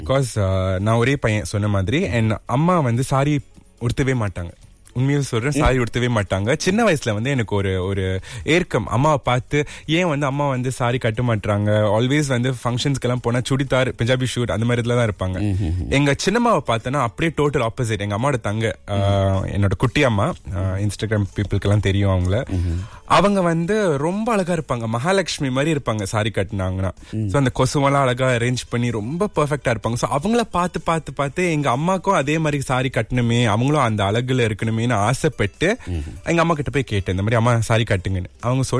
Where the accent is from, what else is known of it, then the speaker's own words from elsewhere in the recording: Klang, Selangor, Malaysia; நான் கிளாங் பையன், கிளாங்ல தான் பிறந்து வளர்ந்து படிச்சு அங்கதான் இருந்தேன், இங்க இப்பயும் அங்கதான் இருக்கேன்.